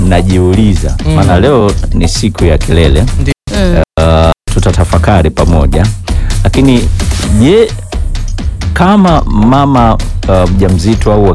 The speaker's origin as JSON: {"language": "Swahili", "country": "Tanzania", "said": "Mimi ni Mtanzania."}